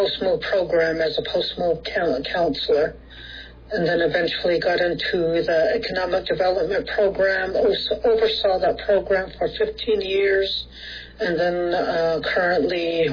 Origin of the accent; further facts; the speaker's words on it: Preston Mesa, Arizona, United States; I'm originally from Preston Mesa, Arizona, which is north of Tuba City.